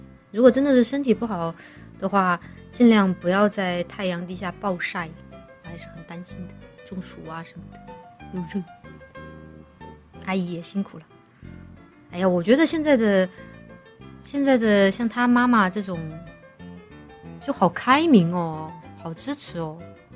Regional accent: Chongqing, China; 我以为只有我们重庆人不会骑自行车。

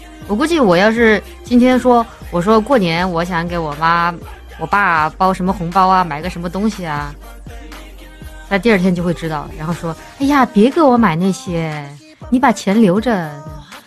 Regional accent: Chongqing, China; 我们重庆人好像都挺喜欢吃面的

